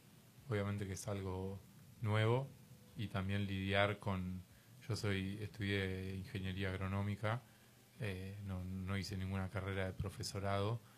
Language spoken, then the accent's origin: Spanish; Argentina; somos italianos y somos españoles, en un 80% de nuestra sangre, de nuestras raíces argentinas, viene de Italia y de España, y nosotros no hablamos español. realidad hablamos castellano de Castilla.